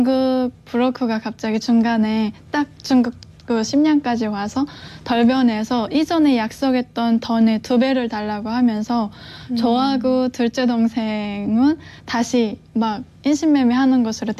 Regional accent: Kaechon, South Pyongan, North Korea; moved away as an adult; now in South Korea; 평안남도 개천입니다.

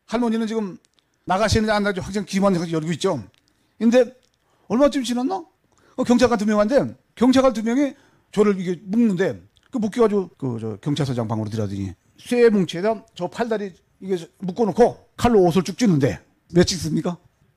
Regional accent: North Korea; now in South Korea; 그래서 제가 기자회견 할게 해서 나는 북한 놈 맞아.

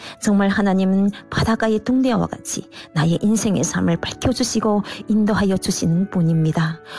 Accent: Hyesan, Ryanggang, North Korea; now in South Korea; 저는 해산에서 온

